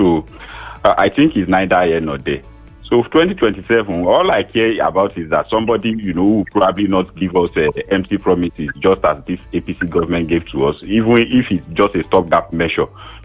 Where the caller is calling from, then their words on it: Ekwe, Nigeria; I'm speaking to you from Ekwe.